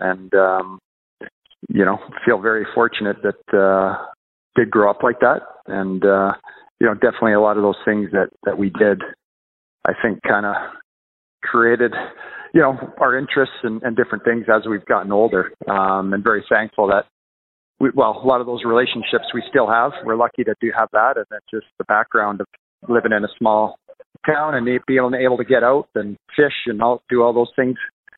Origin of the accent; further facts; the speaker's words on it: Cranbrook, British Columbia, Canada; also born or lived in Cassiar; We lived there probably until I was about 3 years old, and then moved to Cranbrook at that point.